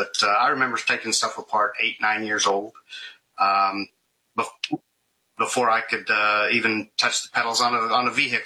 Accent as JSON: {"language": "English", "town": "Emporia", "region": "Kansas", "country": "United States", "said": "I'm from Central Kansas, Emporia, Kansas, for that matter."}